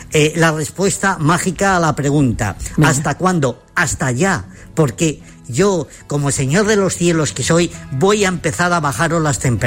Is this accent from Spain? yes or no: yes; Zamora, Castile and León, Spain; como soy como soy de Zamora y soy muy chulo